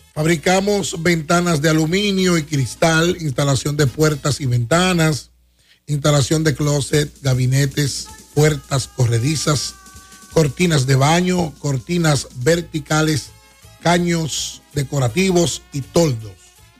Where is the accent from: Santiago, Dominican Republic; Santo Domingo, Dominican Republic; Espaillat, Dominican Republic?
Espaillat, Dominican Republic; Moca; Gracias a todos por permitirme cantar a mi pueblo